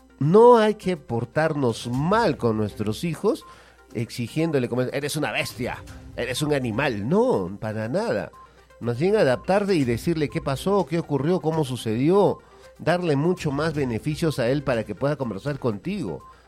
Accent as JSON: {"language": "Spanish", "country": "Peru", "said": "lastimosamente somos serranos, pues. En realidad no somos serranos, somos andinos"}